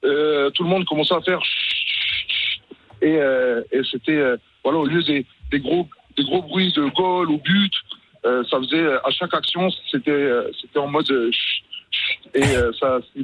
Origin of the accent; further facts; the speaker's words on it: France; en tant que Français